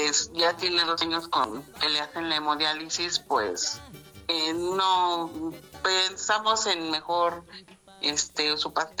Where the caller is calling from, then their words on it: Mexico City, Mexico; De aquí de la colonia del Valle.